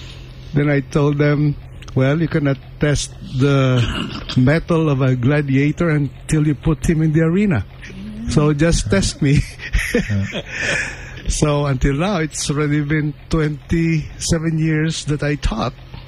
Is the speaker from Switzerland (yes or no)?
no; Philippines; moved away as an adult; now in United States; And I was a newbie from the Philippines.